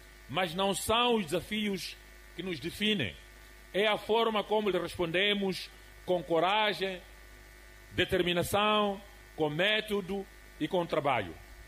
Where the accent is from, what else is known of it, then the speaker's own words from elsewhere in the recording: Mozambique; Este dinheiro não interessa, porque todos nós somos moçambicanos e irmãos moçambicanos.